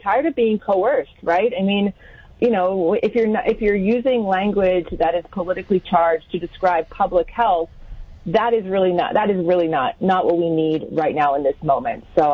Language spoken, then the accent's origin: English; Pennsylvania, United States; as a mother, as a woman, as someone who was born and bred in Pennsylvania.